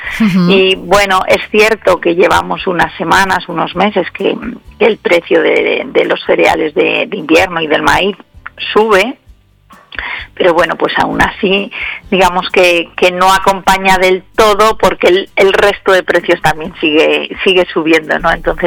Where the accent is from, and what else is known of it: Palencia, Castile and León, Spain